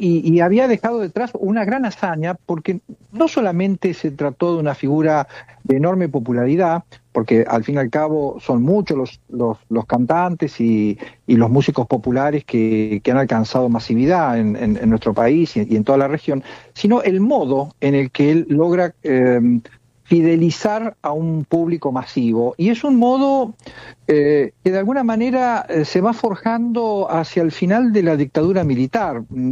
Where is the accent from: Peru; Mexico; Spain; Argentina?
Argentina; La Plata, Buenos Aires Province; yo soy platense y vi el origen, digamos, de la banda y asistí a los primeros conciertos.